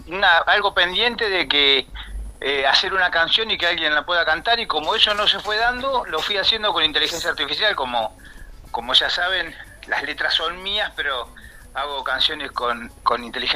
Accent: Campana, Buenos Aires Province, Argentina; soy integrante de la Sociedad Argentina de Escritores, de filial Campana, acá de Buenos Aires, Argentina. Yo soy de Campana, acá cerquita del río Paraná, antes de cruzar el puente para Entre Ríos y yendo para Uruguay

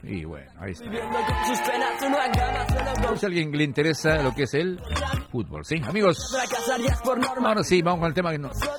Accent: El Alto, La Paz, Bolivia; Alteño, yo soy alteño

